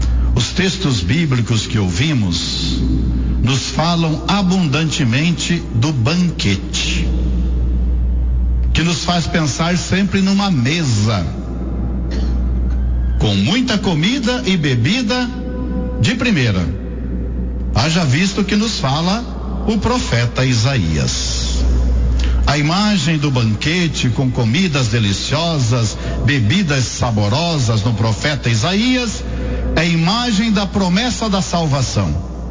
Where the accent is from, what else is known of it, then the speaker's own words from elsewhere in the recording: Itararé, São Paulo, Brazil; born there; é a diocese na qual eu nasci 60 anos atrás. Eu nasci em Itararé, que faz parte da diocese de Itapeva.